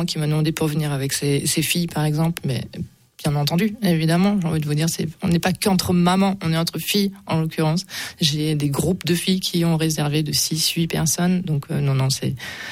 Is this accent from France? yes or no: yes; Agde, Occitanie, France; now in Lacaune, France; On vient du Cap d'Agde avec mon mari, mon futur